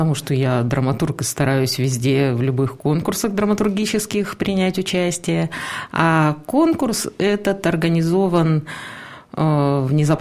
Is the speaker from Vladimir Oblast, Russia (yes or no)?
no; Abakan, Khakassia, Russia; also born or lived in Norilsk / Krasnoyarsk / Saint Petersburg; now in Moscow, Russia; Родилась я в Норильске, школу оканчивала в Абакане, потом долго жила в Красноярске, из Красноярска поехала в Санкт-Петербург, там прожила недолго, но очень плодотворно.